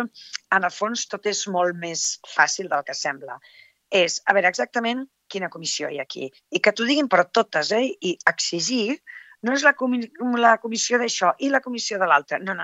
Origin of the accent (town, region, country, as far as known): Tarragona, Catalonia, Spain; also born or lived in Morella